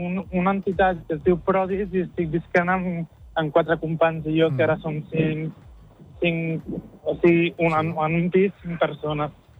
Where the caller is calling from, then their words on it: Terrassa, Catalonia, Spain; De Terrassa.